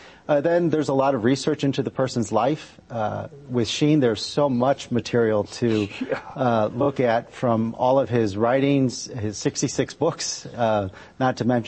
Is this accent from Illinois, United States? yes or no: yes; Harvey, Illinois, United States; And so I'm from Harvey.